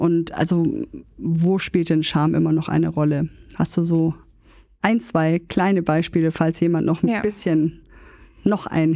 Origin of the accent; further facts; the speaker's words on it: Swabia, Germany; Ich als Schwabe